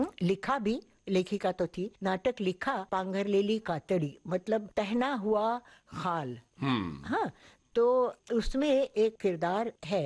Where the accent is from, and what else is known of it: Pune, Maharashtra, India; born or raised there; also born or lived in Lucknow